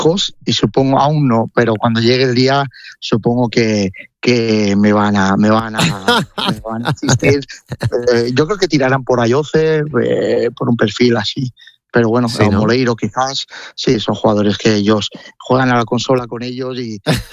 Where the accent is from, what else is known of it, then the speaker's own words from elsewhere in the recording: Valencia, Valencian Community, Spain; now in Manacor, Spain; soy valenciano, siempre he seguido el Valencia, cada año si puedo me acerco a Mestalla para ver al Valencia.